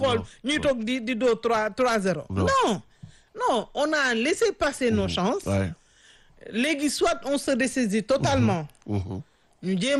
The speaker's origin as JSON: {"language": "French", "country": "Senegal", "said": "parce que je suis Sénégalaise"}